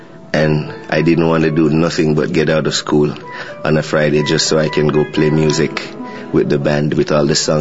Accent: Montego Bay, Saint James, Jamaica; The first time I heard steel pans was in my hometown, called Norwood in Montego Bay.

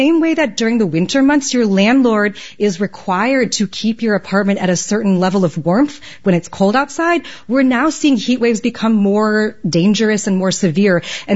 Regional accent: New York City, New York, United States; No, I was just kind of curious as a New Yorker

